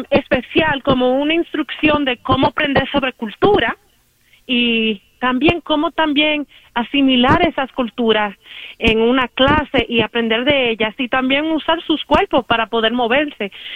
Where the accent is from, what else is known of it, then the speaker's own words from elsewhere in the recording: Santiago, Dominican Republic; Sí, me crié en Santiago, en la República Dominicana